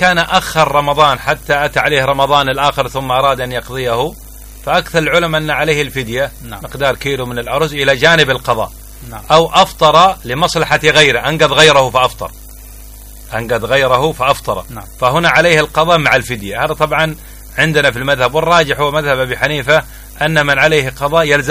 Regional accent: Mukalla, Hadhramaut, Yemen; نحن نتكلم باللهجة الدارجة عندنا في المكلة

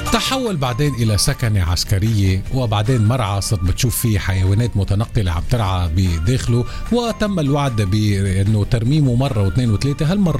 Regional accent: Tripoli, North Governorate, Lebanon; واحد خبر سعيد بيفرحنا وتحديدا نحن أبناء مدينة طرابلس الفيحاء الحبيبة

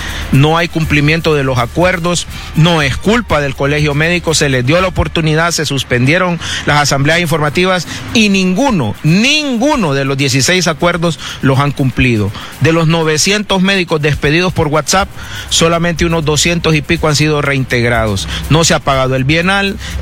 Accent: Honduras; cuando somos los hondureños los que no nos vamos a vacunar

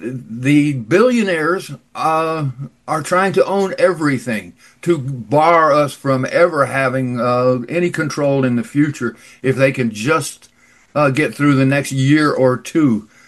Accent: Texas, United States; I'm a Texan

